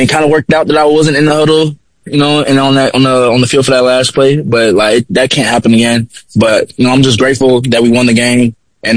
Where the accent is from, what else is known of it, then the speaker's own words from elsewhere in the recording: Little Rock, Arkansas, United States; I came to Concordia because, I'm originally on from Little Rock, Arkansas